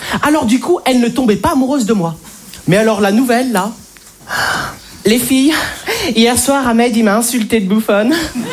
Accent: Algeria; Bien comme ça, mais quelque part, je suis algérien.

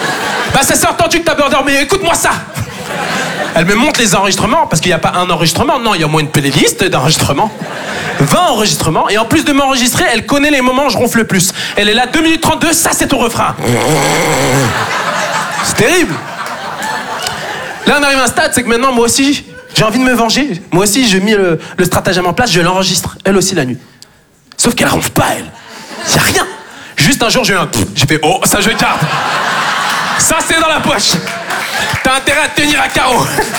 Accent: Toulouse, Occitanie, France; now in Paris, France

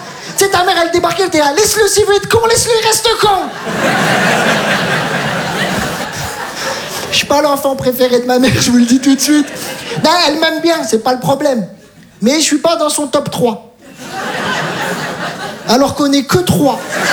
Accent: Metz, Grand Est, France; Je viens de Metz, j'ai tout abandonné.

